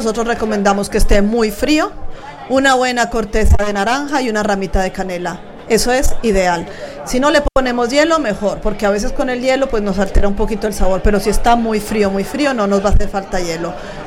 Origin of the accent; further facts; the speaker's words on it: Colombia; now in Region of Murcia, Spain; Yo soy de Colombia, pero llevo ya 26 años afincada aquí en España.